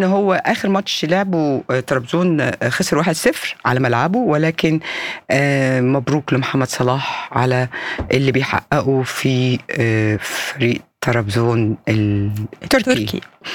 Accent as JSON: {"language": "Arabic", "country": "Egypt"}